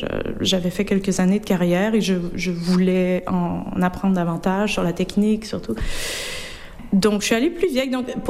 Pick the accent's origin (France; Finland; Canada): Canada; Quebec; moved away; comme on vient des régions un peu pauvres là, de la province